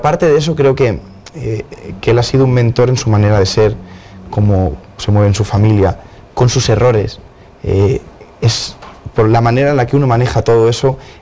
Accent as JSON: {"language": "Spanish", "country": "Spain", "said": "Y por ejemplo, en España lo que sucede es que la gente no te cree las palabras. Somos muy razonadores"}